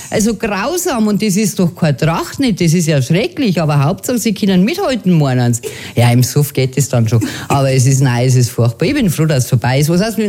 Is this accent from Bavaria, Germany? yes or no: yes; Bavaria, Germany; Ja, natürlich kann ich mich blicken lassen. Ist ja klar, ich bin ja aus Bayern.